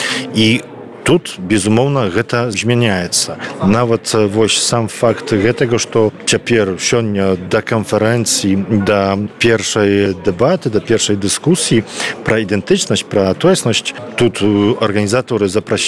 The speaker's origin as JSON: {"language": "Belarusian", "region": "Podlaskie Voivodeship", "country": "Poland", "said": "мы тут, на Белсточчыне існуем, мы таксама беларусы"}